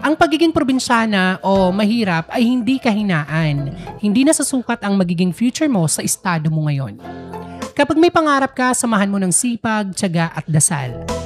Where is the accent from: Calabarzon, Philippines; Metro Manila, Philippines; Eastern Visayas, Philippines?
Eastern Visayas, Philippines; nakaka-proud kasi, diba, una sa lahat, taga-probinsya tayo, waray.